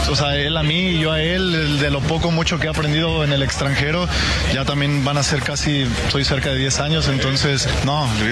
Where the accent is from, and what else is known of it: Mexico